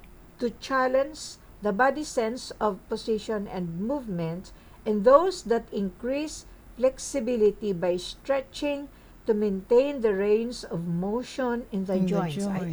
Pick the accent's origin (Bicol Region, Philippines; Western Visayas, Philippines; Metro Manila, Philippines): Bicol Region, Philippines; Tabaco; Modern jeep na, papunta sa amin sa Tabaco, Legazpi, ganyan.